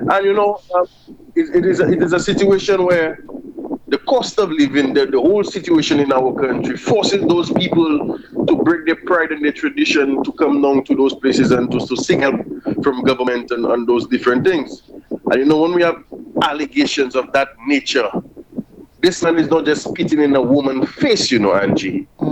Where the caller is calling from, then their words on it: Castries, St. Lucia; I am from Central Castries